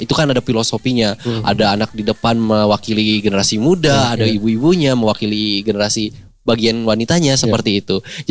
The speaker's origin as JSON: {"language": "Indonesian", "town": "Kuningan", "region": "West Java", "country": "Indonesia", "said": "kita sendiri orang Kuningan"}